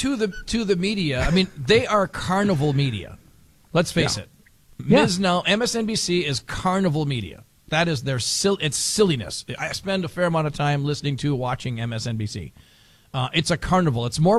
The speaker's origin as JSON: {"language": "English", "town": "Minneapolis", "region": "Minnesota", "country": "United States", "said": "We're from Minneapolis, right?"}